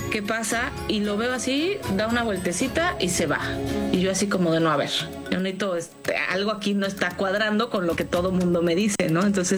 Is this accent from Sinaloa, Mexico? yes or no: no; Cancún, Quintana Roo, Mexico; moved away as an adult; now in Playa del Carmen, Mexico; Yo soy de Cancún, pero por el tema de los tiburones toro, decidí moverme ya a tiempo completo a playa, hace ya poco más de 10 años